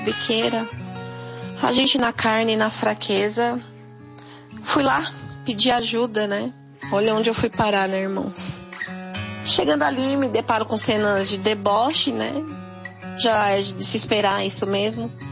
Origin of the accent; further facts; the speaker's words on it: Mairiporã, São Paulo, Brazil; sou da região aqui de Mairiporã.